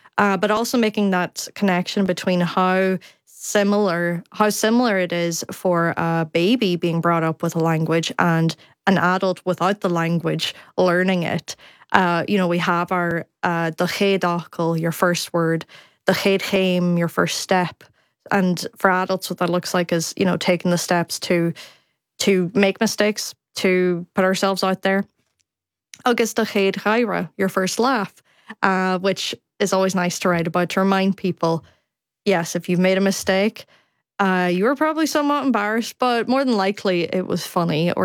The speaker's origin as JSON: {"language": "English", "region": "Ulster", "country": "Ireland", "tie": "born or raised there", "said": "But I naturally would use it, especially where I grew up in Donegal. We say be or bees, which bees really gets to people."}